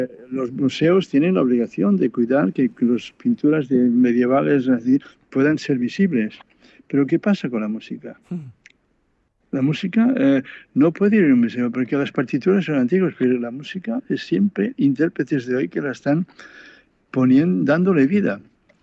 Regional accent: Catalonia, Spain; yo me siento tan español como cualquiera, soy catalán, pero siempre he reivindicado mi cultura hispánica

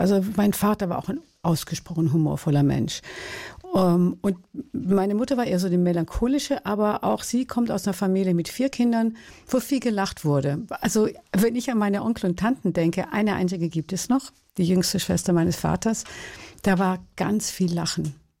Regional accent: Baden-Württemberg, Germany

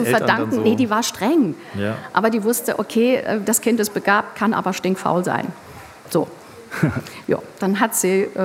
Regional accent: Kaiserslautern, Rhineland-Palatinate, Germany; born there; Ich wusste nicht, wie brisant dieser Ort ist, denn als dann das alte Pfalztheater im Zuge dieser Aushubarbeiten für die Mall abgerissen wurde und der Boden aufgemacht wurde, kam ja raus, da war eine Weltkriegsbombe. Also ich habe einen sehr brisanten Platz gehabt zum Aufwachsen.

